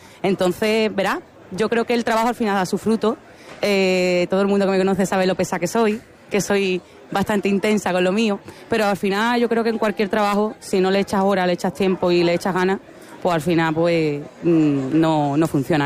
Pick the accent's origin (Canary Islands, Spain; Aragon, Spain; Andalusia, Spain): Andalusia, Spain; La Línea de la Concepción; donde voy siempre se me llena la boca de decir que soy de la línea.